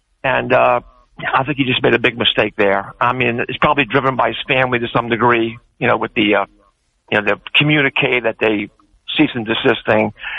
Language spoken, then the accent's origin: English; New Orleans, Louisiana, United States; I'm from New Orleans. My father was All-American at LSU, so I'm a big LSU fan.